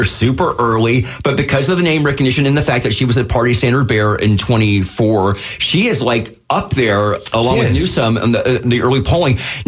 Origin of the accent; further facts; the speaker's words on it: California, United States; And by the way, you know, California, my home state